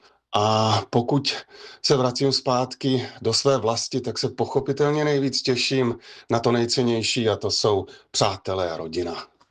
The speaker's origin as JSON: {"language": "Czech", "town": "Uherský Brod", "region": "Zlín Region", "country": "Czechia", "moved": "as an adult", "lives_now": "Chicago, United States", "said": "a pocházím z Uherského Brodu na Moravě. Do Spojených států města Chicago jsem odcestoval v roce 1996"}